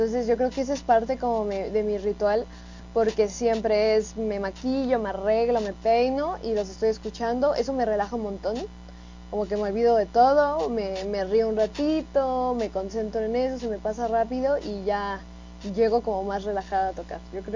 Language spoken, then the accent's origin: Spanish; Mexico; En México ya he tenido la oportunidad de recorrerlo prácticamente casi todo, tocando y pues, obviamente seguir tocando en mi país, me encanta.